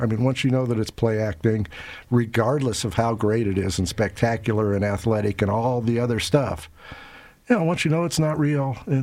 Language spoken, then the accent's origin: English; Denver, Colorado, United States; now in Las Cruces, United States; Oh, I grew up in Denver.